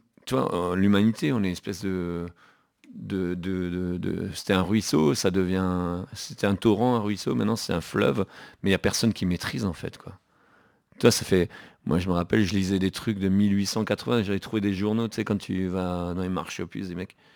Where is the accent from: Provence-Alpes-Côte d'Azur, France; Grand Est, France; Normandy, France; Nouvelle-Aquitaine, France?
Grand Est, France; Biesheim; moi je viens d'un petit village où il pleut jamais. Nous on habite dans la poche de Colmar, c'est entre Colmar et Fribourg, vraiment au bord du Rhin.